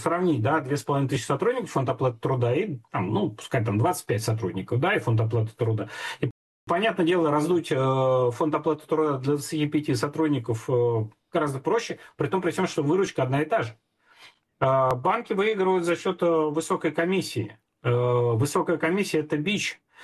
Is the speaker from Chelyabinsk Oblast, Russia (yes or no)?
no; Moscow, Russia; как коренной москвич.